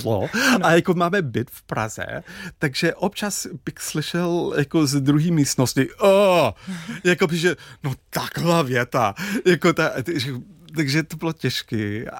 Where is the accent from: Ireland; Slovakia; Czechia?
Ireland; Dublin, Leinster; Czech is a second language; Ale pro mě, jako, když jsem vyrůstal v Dublinu, polovina fyzického světa bylo moře.